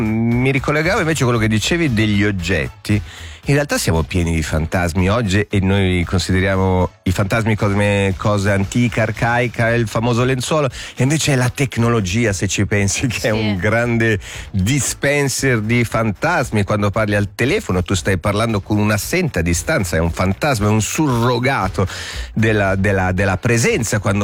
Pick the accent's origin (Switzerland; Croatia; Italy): Switzerland; Lugano, Ticino; sono nato a Lugano, sono cresciuto a Lugano